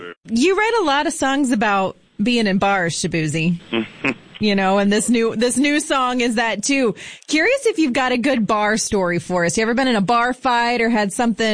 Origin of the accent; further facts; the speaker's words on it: Hampton Roads, Virginia, United States; I'm from Hampton Roads.